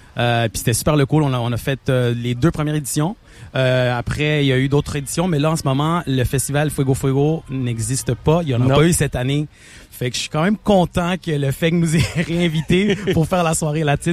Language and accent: French; Quebec, Canada; moi, je viens pas de Québec, mais je suis québécois.